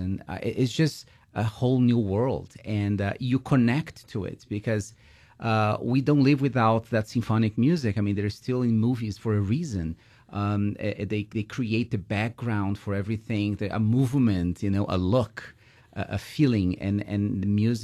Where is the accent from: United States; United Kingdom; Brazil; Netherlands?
Brazil; moved away; I grew up, I'm also from Brazil like Roberto